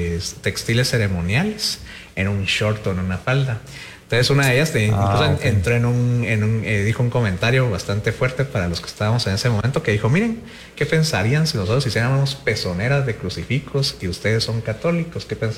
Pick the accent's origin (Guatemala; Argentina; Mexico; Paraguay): Guatemala; sino el tema también de la identidad como guatemaltecos, porque es una región muy rica la de Totonicapán.